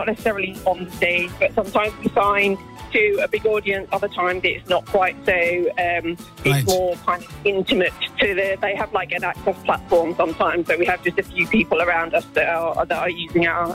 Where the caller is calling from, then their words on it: Belper, East Midlands, United Kingdom; I'm calling from Belper in Derbyshire, or just outside of.